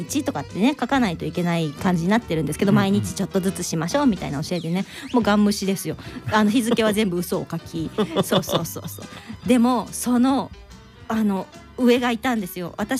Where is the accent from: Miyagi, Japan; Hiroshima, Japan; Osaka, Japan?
Osaka, Japan; 私も大阪出身ですけれども、